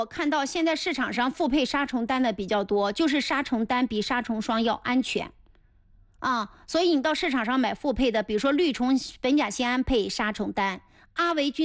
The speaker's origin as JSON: {"language": "Chinese", "region": "northern China", "country": "China", "tie": "born or raised there", "said": "我记得小时候我那个北方"}